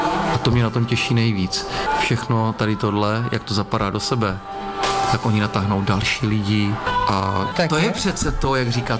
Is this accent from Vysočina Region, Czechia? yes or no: no; Svatobořice, South Moravian Region, Czechia; Vzhledem k tomu, že jsem ze Svatobořic, tak bych zvolil písničku třeba